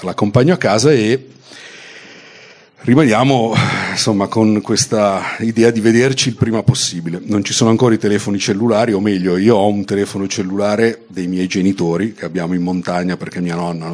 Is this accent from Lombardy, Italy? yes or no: yes; Lombardy, Italy; come tutte le famiglie borghesi milanesi, ci trasferiamo in montagna dove passiamo le vacanze di Natale.